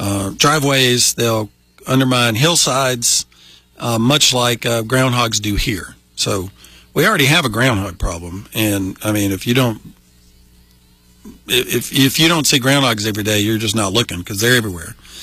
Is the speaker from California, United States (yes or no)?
no; Georgia, United States; I grew up in Georgia, right in the middle of Georgia, and never saw an armadillo in my whole life, and I basically lived outside.